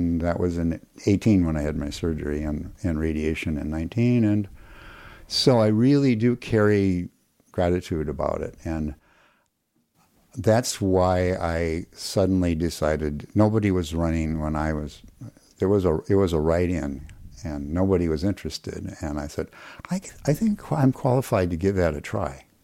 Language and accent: English; Minnesota, United States; I came from the Twin Cities, was born in the Twin Cities.